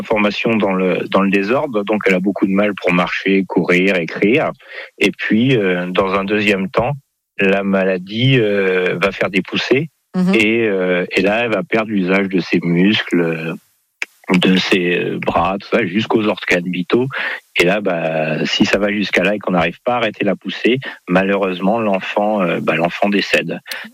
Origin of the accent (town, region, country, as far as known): Normandy, France